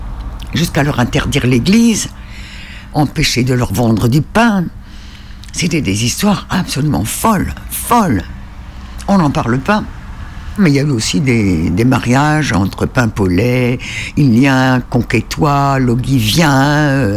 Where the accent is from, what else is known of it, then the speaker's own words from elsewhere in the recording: Île-de-Sein, Brittany, France; je suis originaire de l'île de Sein. Alors l'île de Sein est tout au bout là-bas, à l'ouest. C'est une toute petite île extrêmement plate.